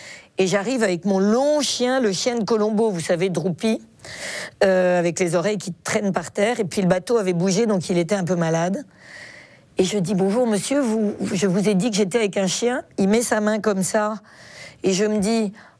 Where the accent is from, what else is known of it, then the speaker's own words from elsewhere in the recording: Neuilly-sur-Seine, Île-de-France, France; born there; moi, je suis née à Neuilly-sur-Seine, je ne suis absolument pas bretonne.